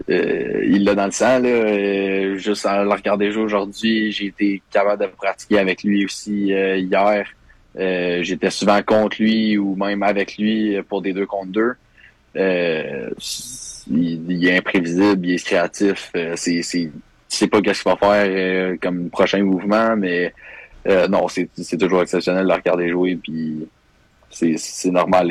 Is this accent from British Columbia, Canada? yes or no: no; Deux-Montagnes, Quebec, Canada; Ouais, un petit gars de Montagne.